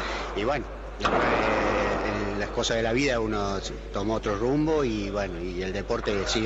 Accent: La Francia, Córdoba, Argentina; moved away; feliz por competir en el campeonato de donde yo me crié y nací acá. Fue los primeros pasos que di en estas canchas, que no eran sintéticas en ese tiempo, pero bueno, y no había la hora de venir aquí, a La Francia.

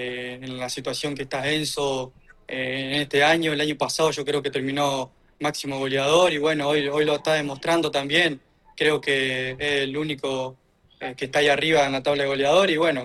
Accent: San Justo, Santa Fe, Argentina; moved away as an adult; now in San Guillermo, Argentina; Yo soy de San Justo, Santa Fe.

